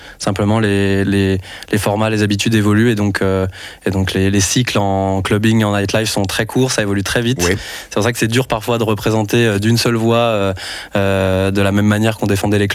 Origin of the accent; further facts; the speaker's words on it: Lyon, Auvergne-Rhône-Alpes, France; now in Brussels, Belgium; moi, je suis français, je suis d'origine, je viens de Lyon et je travaillais dans la production musicale d'événements, etc.